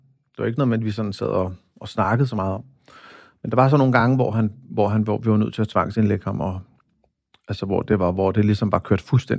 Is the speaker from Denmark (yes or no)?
yes; Copenhagen, Capital Region of Denmark, Denmark; jeg voksede op på Amagerbrogade